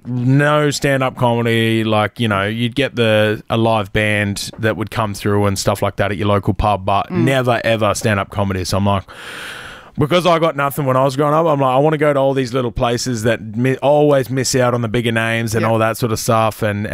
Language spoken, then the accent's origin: English; Australia; I'm an Aussie lad, you know, and I think, yeah, I'm proud of who I am